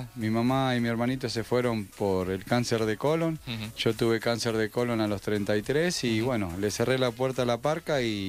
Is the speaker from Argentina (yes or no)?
yes; Argentina; A ver, me gusta la selección, soy argentino y siempre aliento a la selección.